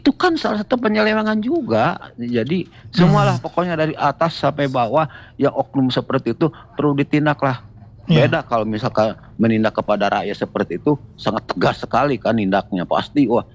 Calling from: West Java, Indonesia; di daerah saya sendiri ya, Jawa Barat.

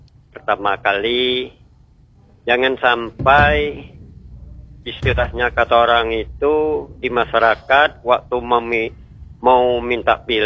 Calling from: Bangka Belitung Islands, Indonesia

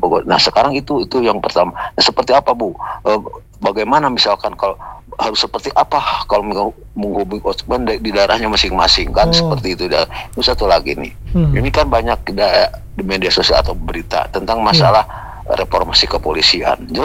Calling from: Bandung, West Java, Indonesia; Saya dari Jawa Barat nih ya, begini dari Bandung Timur

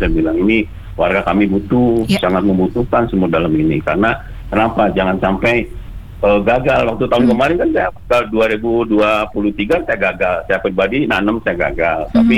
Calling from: West Java, Indonesia

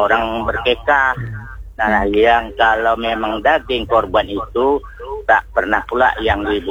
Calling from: Indonesia; daerah kampung Bulang ini masyarakatnya masyarakat yang berkurang nasibnya.

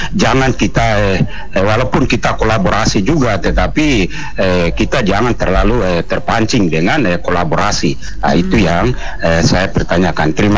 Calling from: Fakfak, West Papua, Indonesia; saya juga orang Fokfak

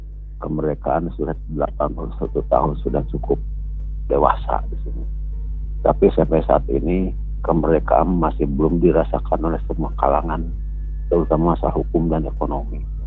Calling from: West Java, Indonesia; Jauh, saya dari Jawa Barat.

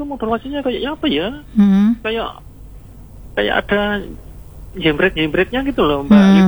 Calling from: Balung, East Java, Indonesia

